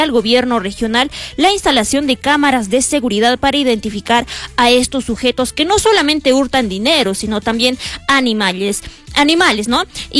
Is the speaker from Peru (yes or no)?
yes; Peru